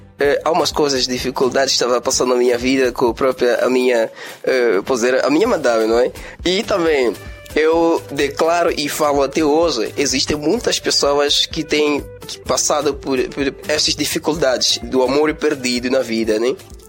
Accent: Chimoio, Manica, Mozambique; eu artístico moçambicano, sou natural de Chimoio, nasci cá Chimoio, até hoje estou cá, sim.

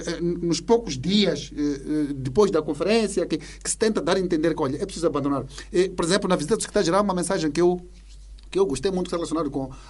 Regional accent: Mozambique

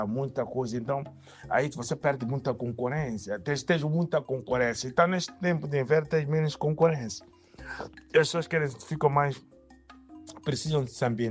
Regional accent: Mozambique; Bem, como moçambicano também, para dizer que o sangue do moçambicano corre sempre nas minhas veias.

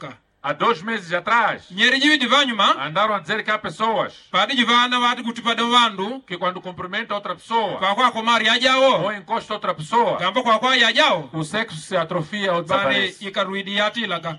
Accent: Mozambique; O que nós temos que fazer como moçambicanos, quando o presidente fala de independência econômica

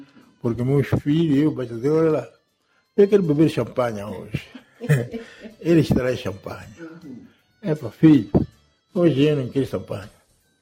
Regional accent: Mandimba, Niassa, Mozambique; born there; estou há anos, nasci aqui em Mandimba, distrito de Mandimba, localidade de Mitande.

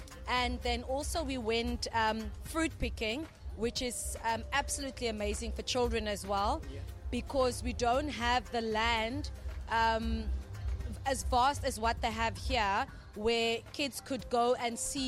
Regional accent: South Africa; I'm proudly South African.

